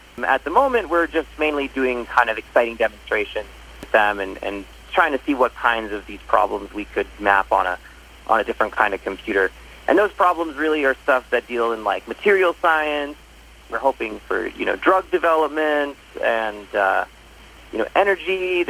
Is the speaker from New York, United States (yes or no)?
yes; New York City, New York, United States; I was from New York, and I thought, you know, I'm from a, you know, really big city, but I haven't really experienced that much life outside of the city